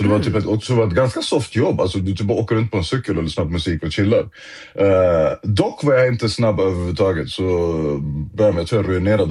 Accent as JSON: {"language": "Swedish", "town": "Stockholm", "region": "Stockholm County", "country": "Sweden", "tie": "born or raised there", "said": "jag är uppväxt i Rågsved, så du snackar också om att det tar en timmes resväg för mig."}